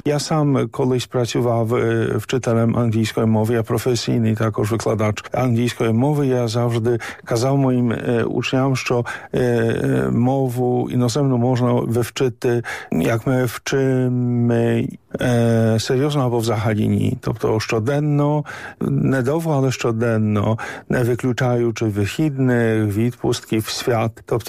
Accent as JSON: {"language": "Ukrainian", "country": "Poland", "second_language": "Ukrainian", "said": "Але, ну, я Поляк. Вони були Поляки, римокатолики. Тобто в мене немає жодної ідентичності української."}